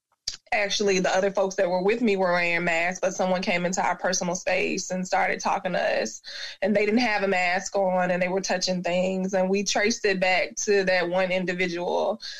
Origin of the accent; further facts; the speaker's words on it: Jacksonville, Florida, United States; born there; I was born in Florida, in Jacksonville, of all places, on the northwest side of town, where we're often neglected and things like that.